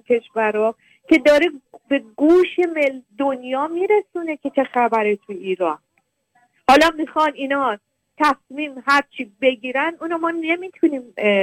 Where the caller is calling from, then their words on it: Sweden; ما شهروند اینجا هستیم، اینجا زندگی میکنیم